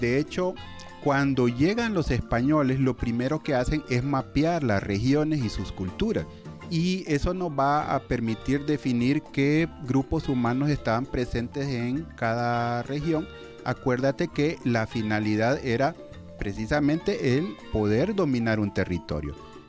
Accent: Honduras

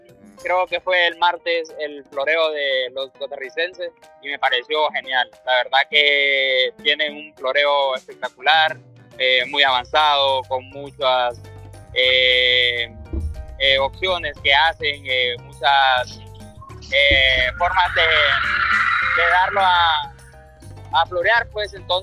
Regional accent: Choluteca, Honduras; now in Olancho, Honduras; En personal soy de Choluteca, pero vivo en Olancho. Conozco muy bien la cultura olanchana y la cultura de Choluteca, sureña

